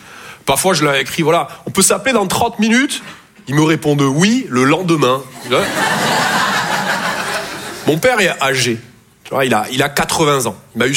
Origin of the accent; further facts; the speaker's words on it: Toulouse, Occitanie, France; Je viens de Toulouse à la base. Ouais, ça s'entend un peu. Ouais. Ben, mon accent, c'est vraiment comme mon sexe.